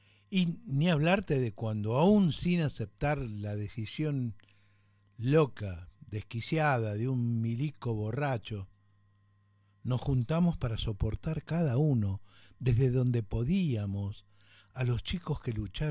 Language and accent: Spanish; Argentina